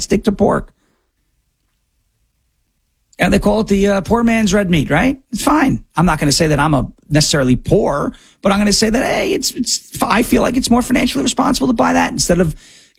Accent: New York, United States; I come from New York.

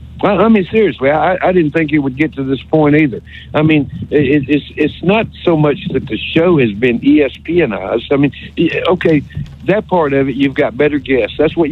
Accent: United States; I mean, you know, I'm an American, and there's some good football up there.

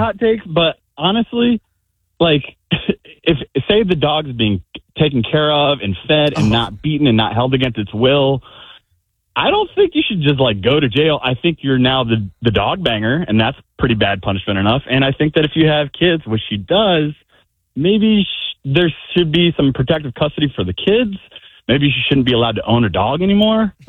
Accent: United States; I'm from Charlotte County.

